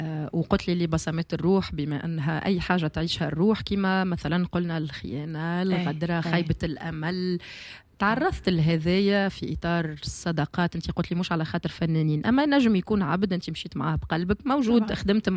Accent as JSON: {"language": "Arabic", "country": "Tunisia", "said": "انا تونسيه"}